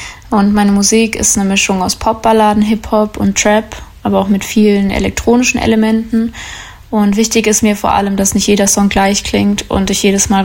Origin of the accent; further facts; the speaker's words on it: Baden-Württemberg, Germany; moved away as an adult; now in Munich, Germany; Ich komme aus der Nähe von Karlsruhe, wohne jetzt aber schon seit über 10 Jahren in München